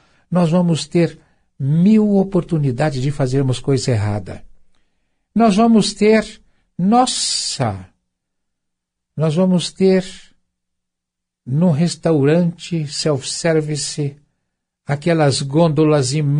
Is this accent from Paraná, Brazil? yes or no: no; Minas Gerais, Brazil; eu sou mineiro